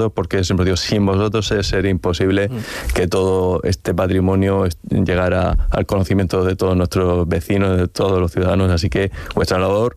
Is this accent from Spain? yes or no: yes; Monteagudo, Spain; yo soy de allí, de Monteagudo, soy del pueblecito de La Cueva